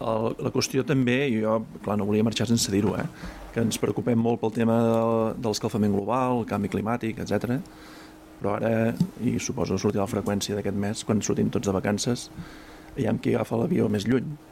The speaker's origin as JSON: {"language": "Catalan", "town": "Barcelona", "region": "Catalonia", "country": "Spain", "said": "els que som de la Sagrada Família"}